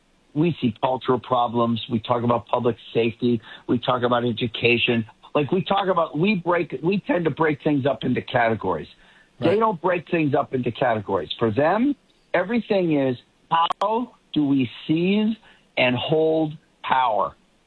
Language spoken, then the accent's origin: English; Boston, Massachusetts, United States; accent: Boston; Now, I'm a little sensitive to it because, as you know, Mark, I've lost my accent.